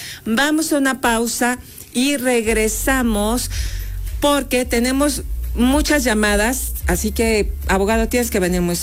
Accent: San Martín Texmelucan, Puebla, Mexico; también en mi pueblo, en San Martín Texmelucan

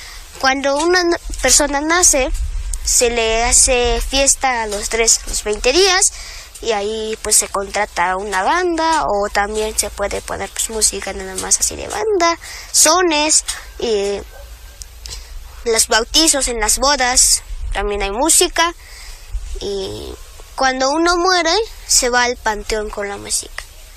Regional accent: Santa María Tlahuitoltepec, Oaxaca, Mexico; Tengo 9 años, soy originaria de Santa María Tlahuitoltepec, de aquí de Oaxaca.

